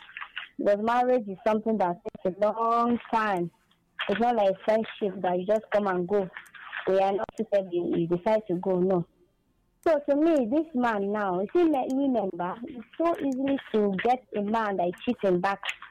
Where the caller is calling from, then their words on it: Abuja, Federal Capital Territory, Nigeria; I'm calling from Abuja.